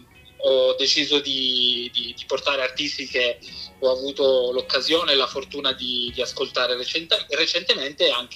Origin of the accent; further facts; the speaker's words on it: Turin, Piedmont, Italy; moved away as an adult; now in Milan, Italy; sono originario di Torino ma ormai vivo a Milano da una decina d'anni